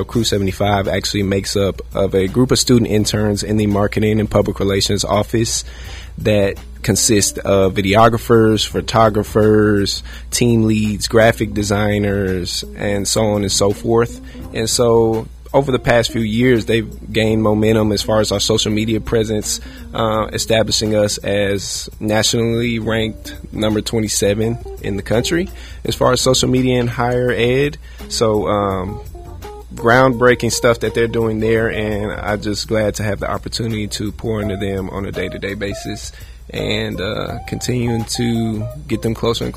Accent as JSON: {"language": "English", "town": "Houston", "region": "Texas", "country": "United States", "tie": "born or raised there", "also_born_or_lived": "Dallas", "said": "Yes, I am from Houston, Texas as well. Born in Dallas, raised in Houston. So I'm Texas through and through."}